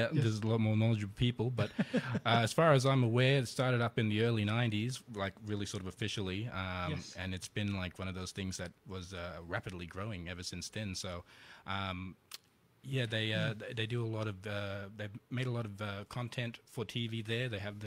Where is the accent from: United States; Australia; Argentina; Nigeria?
Australia; Broome, Western Australia; born there; I'm from Broome, WA, the Kimberley region. So I was born there, and my mob are the Yarrow people there in Broome. Yes. Woonooba people in Fitzroy Crossing, so the central Kimberley area.